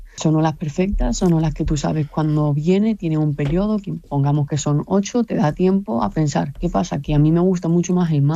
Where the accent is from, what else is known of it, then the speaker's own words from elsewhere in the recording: Andalusia, Spain; yo soy del Mediterráneo y es verdad que la cultura que nosotros en la zona de Málaga, a lo mejor toda la zona de Andalucía